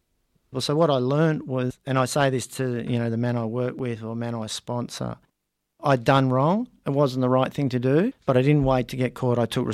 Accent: Australia; As a male growing up in Australia

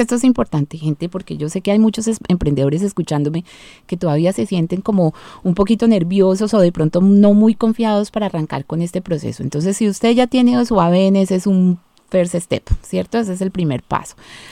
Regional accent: Colombia; Y por supuesto que como colombianos y como latinos estamos muy orgullosos de lo que ustedes han hecho, muchachos.

